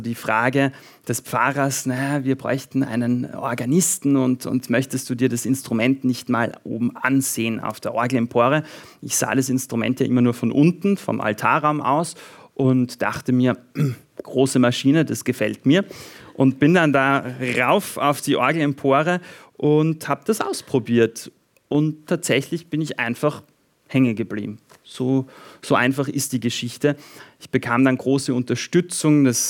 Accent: Styria, Austria; Ich komme aus der Obersteiermark, war aber im falschen Ort sozusagen und bin von einem Ort in den nächsten gezogen, unglaubliche 5 Kilometer entfernt, und musste mich somit wieder neu integrieren.

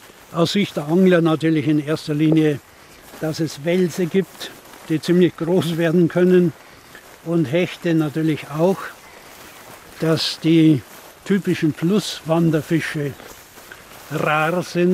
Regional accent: Bavaria, Germany; Ja, in der Kindheit noch etwas weiter flussabwärts, so halbwegs nach Passau. Da war mein Heimatort und da war ich fast täglich draußen am Inn.

